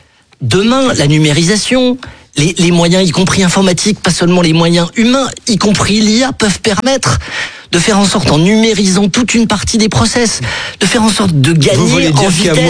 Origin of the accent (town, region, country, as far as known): France